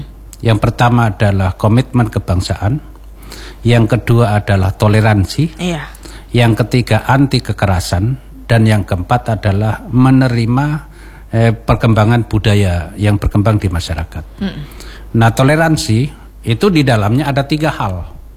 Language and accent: Indonesian; Java, Indonesia; Saya ini orang Jawa tapi saya suka.